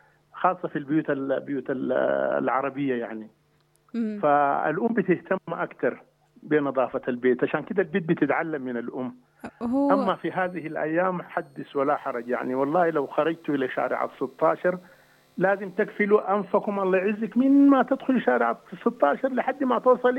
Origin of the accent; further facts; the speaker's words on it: Sudan; عندنا في السودان